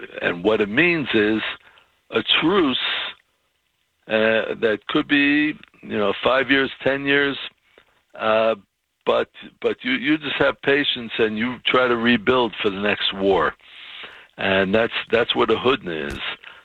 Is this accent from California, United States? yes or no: no; New York City, New York, United States; I grew up in Brooklyn, Billy. And, you know, the outer boroughs of New York City.